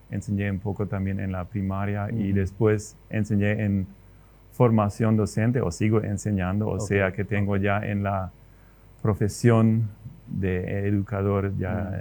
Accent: Paraguay; first language Plautdietsch (Low German); Spanish is a second language; yo soy paraguayo y la albirroja la pasión.

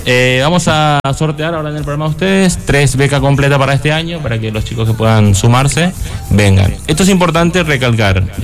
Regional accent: Paraguay; moved away as an adult; also born or lived in Argentina; yo hice la carrera de entrenador en Argentina. Soy paraguayo, me fui hace 20 años en Argentina. Profesionalmente me formé ahí.

